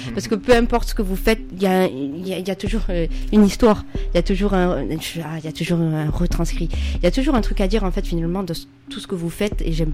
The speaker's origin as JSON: {"language": "French", "town": "Toulouse", "region": "Occitanie", "country": "France", "said": "je suis toulousaine"}